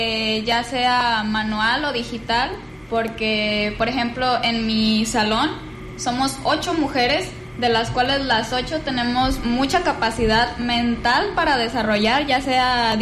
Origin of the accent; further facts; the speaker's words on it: Pinzándaro, Michoacán, Mexico; Yo soy de Pinzándaro.